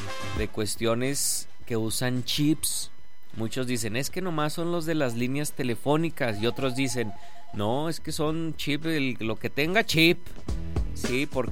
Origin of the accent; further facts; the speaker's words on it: Mexico; Como buenos mexicanos hasta el último.